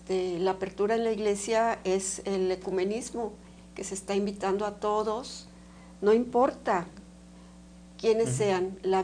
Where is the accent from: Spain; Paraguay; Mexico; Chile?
Mexico; es nuestra solidaridad como mexicanos.